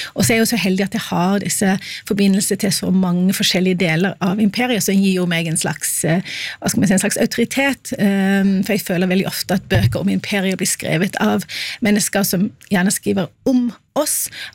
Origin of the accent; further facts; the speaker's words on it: Oslo, Norway; Jeg kan også si at jeg er en Oslo-jente på tross av dialekten min.